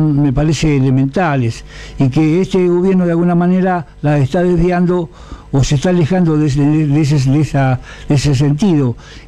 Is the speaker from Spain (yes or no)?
no; Argentina; now in Casilda, Argentina; ciudadanos argentinos